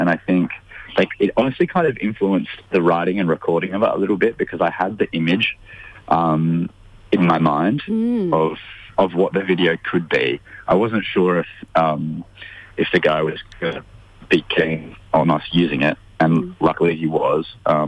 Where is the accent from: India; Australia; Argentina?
Australia; Albany, Western Australia; the hometown that we grew up in Western Australia, called Albany.